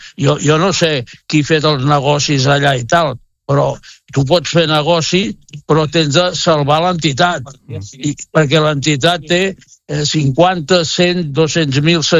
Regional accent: Catalonia, Spain; Jo estic molt enfadat com a català, molt molest de la manera que ho han fet, la veritat.

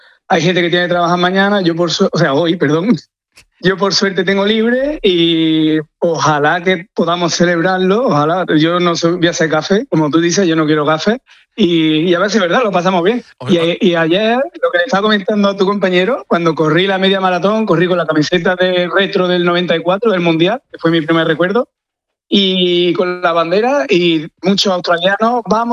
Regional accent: Lucena, Andalusia, Spain; además soy paisano de Manolo Lama, soy de Lucena.

